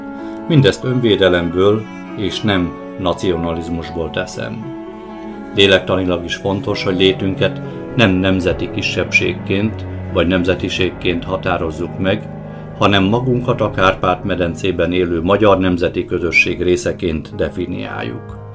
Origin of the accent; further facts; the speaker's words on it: Košice Region, Slovakia; moved away as an adult; now in Levice, Slovakia; Bodrog közben szülőföldemen, amelynek lakosságát ma is 95%-ban magyarok lakják